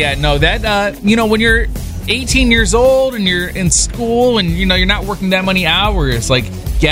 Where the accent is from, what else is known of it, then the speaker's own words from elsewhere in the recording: South Dakota, United States; I grew up in South Dakota.